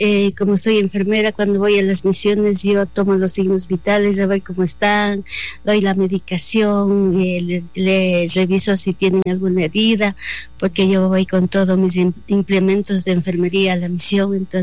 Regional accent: Sigchos, Cotopaxi, Ecuador; Yo soy de Sitchos casi desde niña, de 13, 14 años.

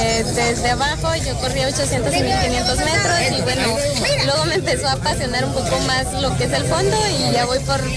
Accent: Morazán, El Progreso, Guatemala; born there; es mi tierra donde nací

